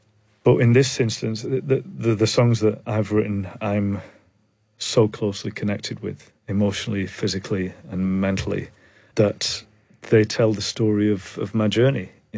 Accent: North West England, United Kingdom; moved away; memories of growing up in the Northwest. Memories of coming down to London

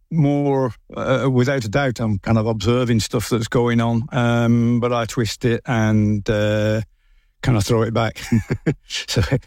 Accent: Darwen, North West England, United Kingdom; I was born in Darwen, as you would call it, Darren, if you're from there.

